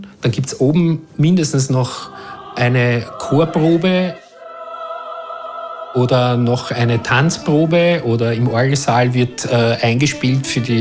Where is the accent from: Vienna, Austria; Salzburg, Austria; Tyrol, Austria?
Vienna, Austria; Ich war Wiener Sängerknabe. Ich bin Wiener.